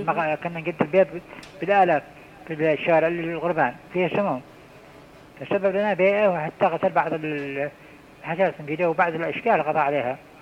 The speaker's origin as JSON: {"language": "Arabic", "region": "Aden", "country": "Yemen", "said": "عندنا في عدن"}